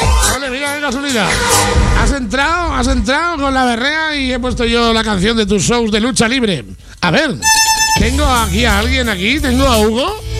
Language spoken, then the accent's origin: Spanish; Zaragoza, Aragon, Spain; Nada más que en España, y en Zaragoza, como maño.